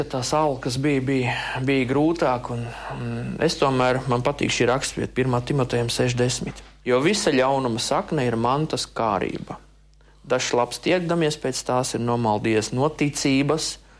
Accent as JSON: {"language": "Latvian", "town": "Ainaži", "region": "Limbaži Municipality", "country": "Latvia", "said": "Ainežos, es esmu no Ainežiem. Ainežos viņa nāca klāt un stāstīja mums evaņģēliju."}